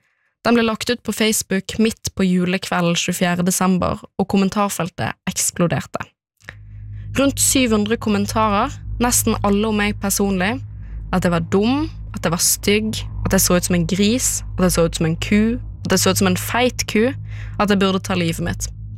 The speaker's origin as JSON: {"language": "Norwegian", "town": "Bergen", "region": "Vestland", "country": "Norway", "said": "Men jeg føler meg stort sett som en hvilken som helst annen ungdom, spesielt når jeg hjemme i Bergen sammen med familien eller med vennegjengen."}